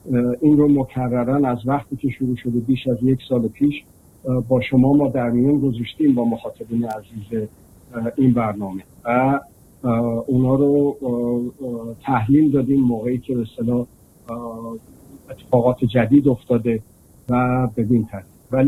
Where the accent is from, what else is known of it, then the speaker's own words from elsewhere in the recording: Iran; این دو تا کشور که به میهن ما تجاوز کردن،